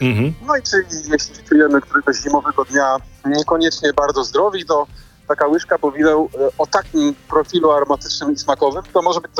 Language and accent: Polish; Warsaw, Masovian Voivodeship, Poland; przy mojej szkole podstawowej, akurat na Woli